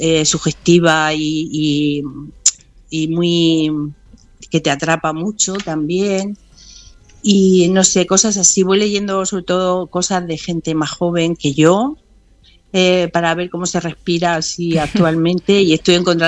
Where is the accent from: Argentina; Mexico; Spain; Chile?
Spain; Yecla, Region of Murcia; moved away as an adult; now in Murcia, Spain; yo es verdad que vivo en Murcia y mis contactos en Yecla, pues como voy a ver a mis padres, a mi padre ahora, mi madre ya falleció, voy a ver a mi padre